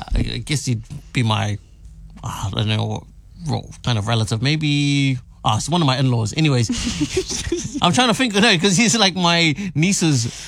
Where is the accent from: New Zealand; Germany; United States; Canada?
New Zealand; as a New Zealander.